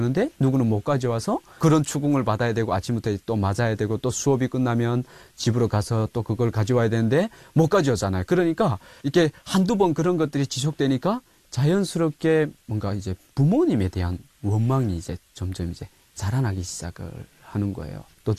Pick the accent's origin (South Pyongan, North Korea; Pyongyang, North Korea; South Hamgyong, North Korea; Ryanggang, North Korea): South Hamgyong, North Korea; 북한의 고향은 함경남도 동해바다 지역에서 태어나서 자랐고요. 제가 92년도에 태어났는데요.